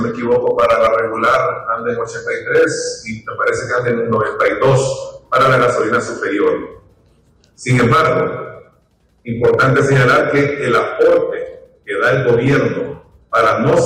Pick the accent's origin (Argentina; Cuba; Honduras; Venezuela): Honduras